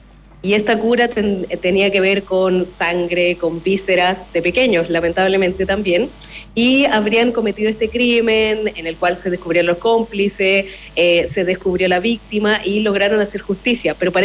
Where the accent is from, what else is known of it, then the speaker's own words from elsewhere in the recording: Santiago, Santiago Metropolitan Region, Chile; now in Valparaíso, Chile; Oye, yo vivo en Valparaíso, no, ya. Bueno, es bastante común que pase en persona, pero no, como santiaguina que soy transportada acá